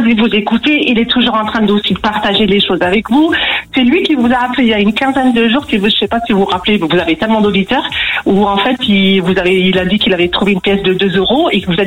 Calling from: Saint-Étienne, Auvergne-Rhône-Alpes, France; Alors, je viens de Saint-Étienne.

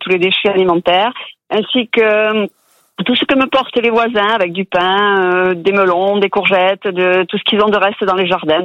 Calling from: Nouvelle-Aquitaine, France; Je vous appelle de Gironde

